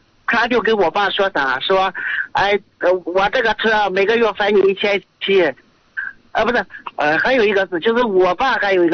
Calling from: Linyi, Shanxi, China; 我就临沂县的。

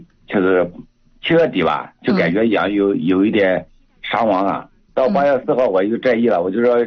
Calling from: Yuncheng, Shanxi, China; 我是山西运城庙上的。

